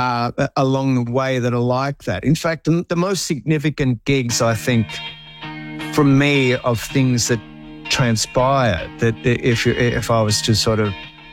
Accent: Melbourne, Victoria, Australia; in Melbourne that in my hometown

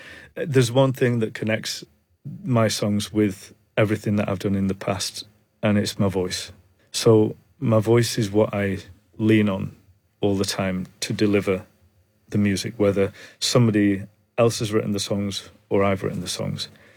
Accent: North West England, United Kingdom; moved away; memories of growing up in the Northwest. Memories of coming down to London

